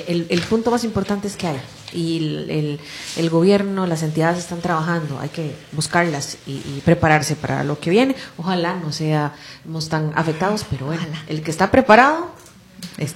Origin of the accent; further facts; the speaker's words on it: Costa Rica; como costarricenses, como seres humanos en realidad